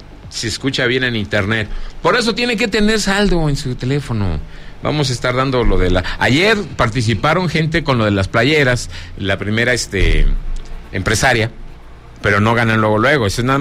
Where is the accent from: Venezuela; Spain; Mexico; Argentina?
Mexico; Zacatecas; de mi tierra Zacatecas